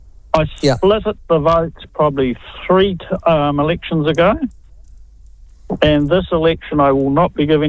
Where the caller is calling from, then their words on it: Rangiora, Canterbury, New Zealand; and I'm from Rangiora. I'll say I'm from Rangiora